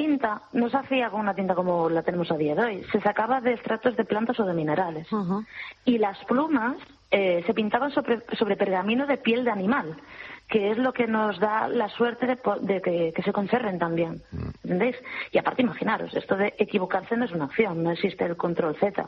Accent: Galicia, Spain; Pero bueno, he traído también un pequeño detallito de mi tierra.

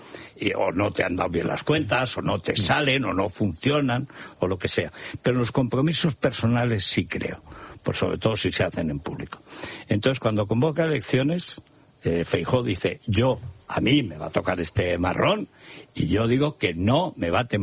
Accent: Os Peares, Galicia, Spain; Digo, es que soy gallego, de los Peares, no puedo.

